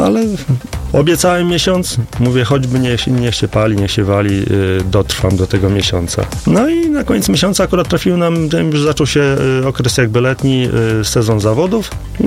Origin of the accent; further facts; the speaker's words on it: Biskupiec, Warmian-Masurian Voivodeship, Poland; tam u mnie na terenie gminy Biskupiec, bo pochodzę z gminy Biskupiec.